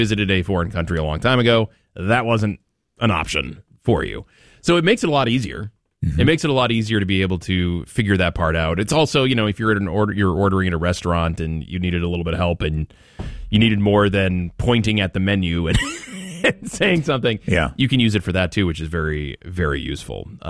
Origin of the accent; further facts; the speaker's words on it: United States; And I'm like, I'm American, United States.